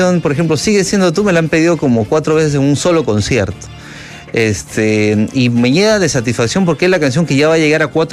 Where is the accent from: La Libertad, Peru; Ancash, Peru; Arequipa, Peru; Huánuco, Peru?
Huánuco, Peru; moved away; Huánuco, mi tierra, que siempre está también pendiente de las actividades que yo hago. No voy hace tiempo, no voy casi 3 años a Huánuco.